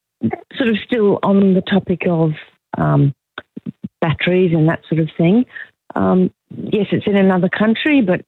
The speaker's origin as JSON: {"language": "English", "country": "Zimbabwe", "moved": "yes", "said": "I come originally from Zimbabwe and my family is still there."}